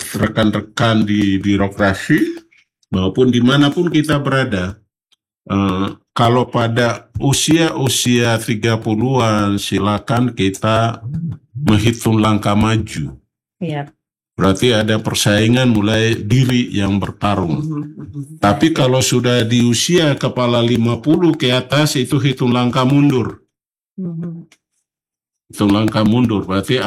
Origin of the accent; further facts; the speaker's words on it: Papua, Indonesia; sebagai anak Papua